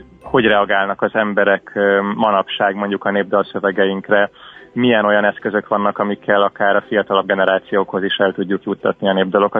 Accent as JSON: {"language": "Hungarian", "town": "Lenti", "region": "Zala", "country": "Hungary", "tie": "born or raised there"}